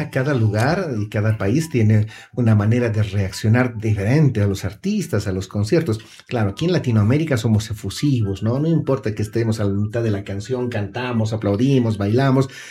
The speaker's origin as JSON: {"language": "Spanish", "country": "Bolivia", "said": "el boliviano se siente más boliviano cuando está fuera de las fronteras que acá en nuestro país."}